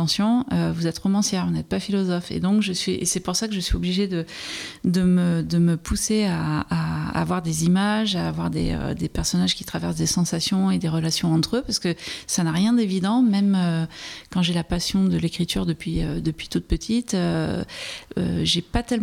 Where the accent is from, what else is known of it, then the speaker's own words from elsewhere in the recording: Nouvelle-Aquitaine, France; j'ai grandi près de Bordeaux, dans un milieu populaire, où on n'avait pas forcément des accès à la culture